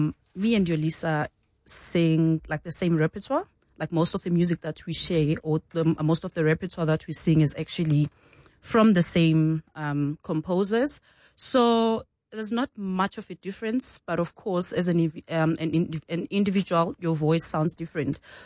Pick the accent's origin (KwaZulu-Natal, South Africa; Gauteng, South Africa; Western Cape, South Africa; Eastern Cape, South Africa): Gauteng, South Africa; also born or lived in Kondo; And in high school, I actually studied in Tembisa, you know, although I'm originally from Kondo, but I grew up in Gauteng.